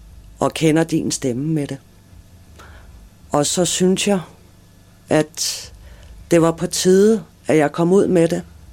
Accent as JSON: {"language": "Danish", "town": "Copenhagen", "region": "Capital Region of Denmark", "country": "Denmark", "tie": "born or raised there", "said": "Jeg er Amager-pige."}